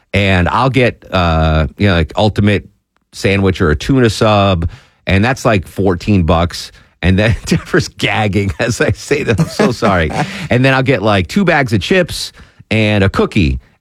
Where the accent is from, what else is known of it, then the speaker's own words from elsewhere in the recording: Connecticut, United States; there's one in my hometown, which blows my mind. That because in Connecticut, sandwiches like that, sub sandwiches, they're called grinders for whatever reason.